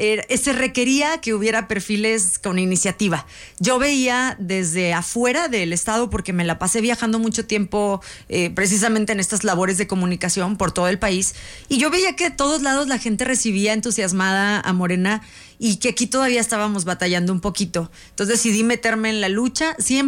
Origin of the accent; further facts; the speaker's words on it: Saltillo, Coahuila, Mexico; A mí la sierra me vio crecer. Yo nací en Lomas de Lourdes, ahí crecí, ahí viví hasta que me independicé.